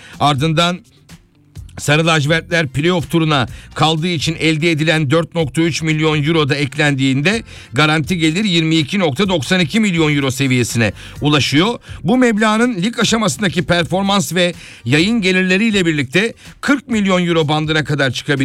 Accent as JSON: {"language": "Turkish", "region": "Kocaeli", "country": "Turkey", "said": "Tabii biraz da duygusal kısım olabiliyor, bir Kocaelili olarak söylüyorum."}